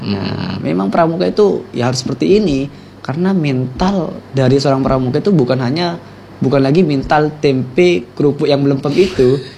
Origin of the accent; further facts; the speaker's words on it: Sampang, East Java, Indonesia; meskipun saya sendiri dari Sampang, kalau tahu seperti ini, mungkin dari Sampang bukan hanya saya saja yang dikirim